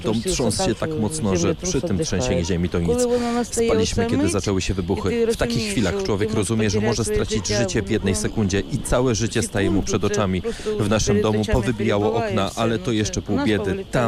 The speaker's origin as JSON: {"language": "Polish", "town": "Kharkiv", "region": "Kharkiv Oblast", "country": "Ukraine", "said": "sami jesteśmy z Charkowa, byliśmy pod okupacją, widzieliśmy to wszystko na własne oczy."}